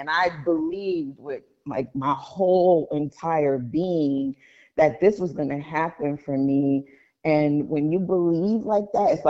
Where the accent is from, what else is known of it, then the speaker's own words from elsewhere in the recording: New York City, New York, United States; also born or lived in Queens / Long Island; I started out, I grew up in Brooklyn, and then my career started in Queens, and I raised my kids in Long Island. So I am a real New Yorker.